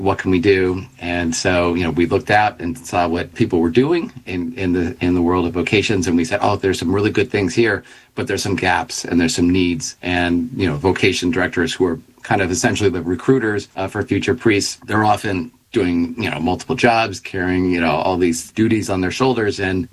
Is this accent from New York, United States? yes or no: no; Philadelphia, Pennsylvania, United States; I'm from Philadelphia. We have parishes that are closing and merging.